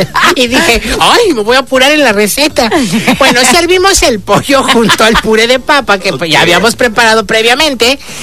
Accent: Yucatán, Mexico; Yo sí me siento orgullosamente yucateca porque

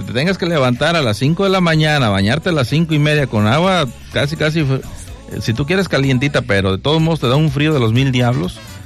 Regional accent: Hidalgo, Mexico; moved away; Yo soy del estado de Hidalgo. A mí Hidalgo, mi pueblo no me gustó desde pequeño, yo quería crecer e irme de ahí.

